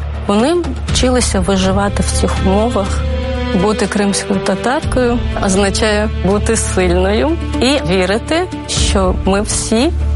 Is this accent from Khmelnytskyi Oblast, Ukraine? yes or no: no; Crimea, Ukraine; born there; Я народилася в Криму. Кожна кримськотатарська родина має свою історію про депортацію.